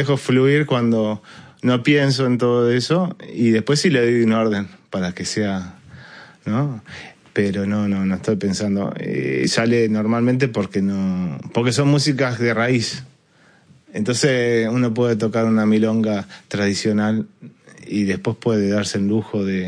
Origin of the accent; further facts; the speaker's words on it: Buenos Aires Province, Argentina; el malambo tiene que ver con la provincia de Buenos Aires, de donde soy.